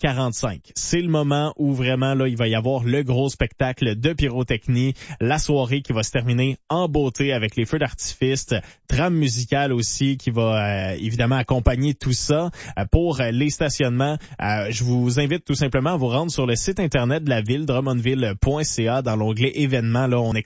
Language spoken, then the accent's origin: French; Quebec, Canada; On n'est pas fait en chocolat, hein? On est des Québécois, on a déjà vu pas mal pire.